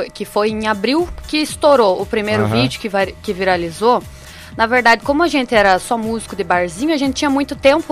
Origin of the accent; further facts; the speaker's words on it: Rio Negro, Paraná, Brazil; now in Barra Velha, Brazil; Eu sou natural de Rio Negro, Paraná.